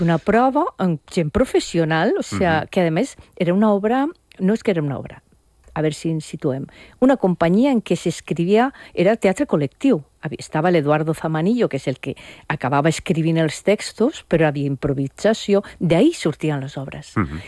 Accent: Burjassot, Valencian Community, Spain; moved away; Pues Antonio, Paco i jo som els tres de Burjassot, més o menys, del grup d'amics.

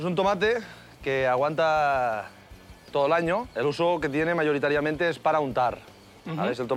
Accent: Catalonia, Spain

